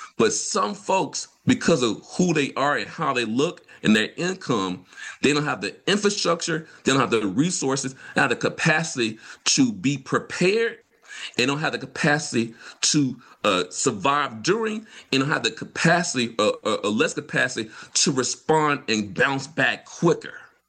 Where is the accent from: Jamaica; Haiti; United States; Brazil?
United States; Vicksburg, Mississippi; I'm from Mississippi, so I'm from Vicksburg.